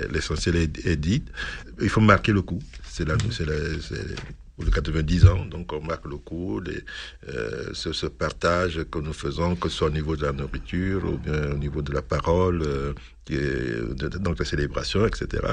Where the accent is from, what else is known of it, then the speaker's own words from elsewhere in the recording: Central African Republic; Moi, je suis centrafricain, du Sénégalais, il y a des Ghanéens, etc.